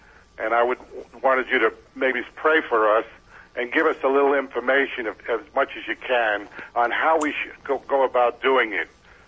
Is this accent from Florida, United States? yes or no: yes; Florida, United States; I'm from Florida, Mother Angelica.